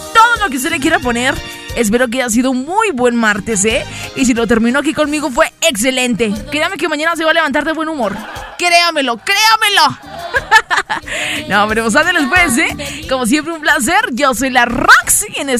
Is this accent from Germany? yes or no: no; Durango, Mexico; somos desde acá del norte